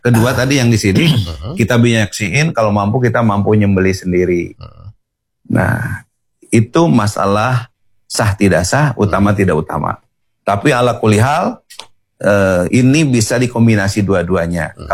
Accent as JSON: {"language": "Indonesian", "town": "Cirebon", "region": "West Java", "country": "Indonesia", "said": "saya orang Cirebon"}